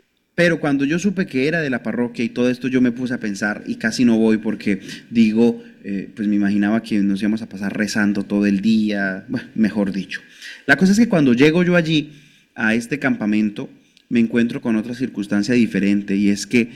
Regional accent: Gachetá, Cundinamarca, Colombia; also born or lived in Bogotá; Yo soy, aunque nací en Bogotá, pero crecí en un municipio de Cundinamarca que se llama Gachetá.

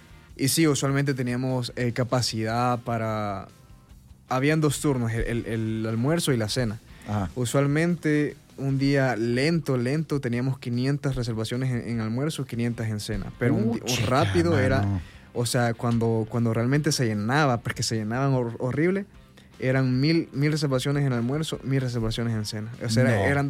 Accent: El Salvador; soy el primer salvadoreño que ha entrado en empresa a nivel mundial.

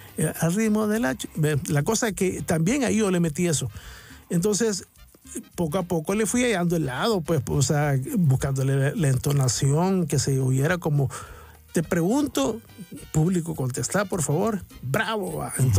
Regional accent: San Miguel, El Salvador; moved away as an adult; cuando yo vine de San Miguel a San Salvador a estudiar

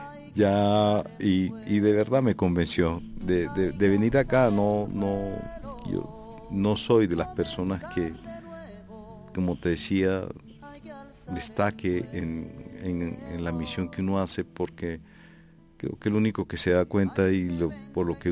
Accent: Riohacha, La Guajira, Colombia; also born or lived in Cartagena; now in Bogotá, Colombia; Me crié en La Guajira. Nací en Cartagena, pero me creo guajiro de nacimiento, porque yo creo que uno es donde se cría, ¿no? Amo esa tierra.

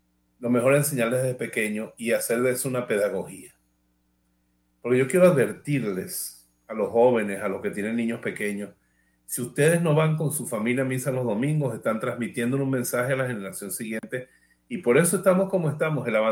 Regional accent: Bejuma, Carabobo, Venezuela; En Bejuma, que es mi pueblo, hay 4 chances dominicales de ir a misa.

